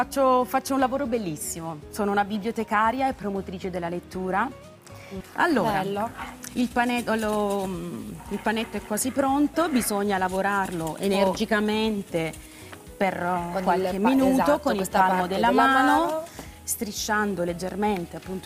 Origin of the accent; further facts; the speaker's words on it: Apulia, Italy; Mi manca tanto, mi manca tanto la mia terra e la porto sempre nel cuore, nelle mie ricette, in quello che faccio.